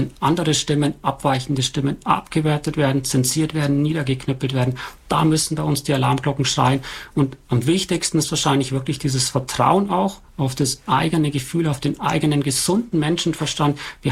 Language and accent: German; Germany; aber wir als Deutsche erst recht nicht